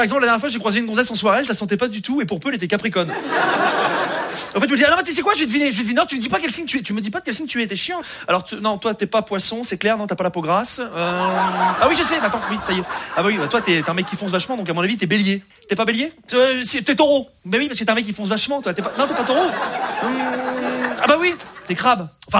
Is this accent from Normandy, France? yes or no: yes; Rouen, Normandy, France; je viens de Rouen, voilà, je vous le dis, hein, je sais pas si vous connaissez un peu Rouen, c'est la Normandie, voilà.